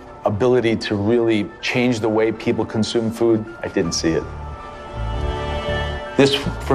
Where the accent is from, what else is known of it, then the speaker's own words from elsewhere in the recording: New York City, New York, United States; because I am a New Yorker like you.